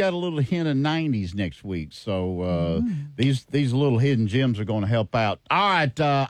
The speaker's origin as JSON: {"language": "English", "town": "Beebe", "region": "Arkansas", "country": "United States", "tie": "born or raised there", "said": "Oh, y'all live in Beebe, my hometown."}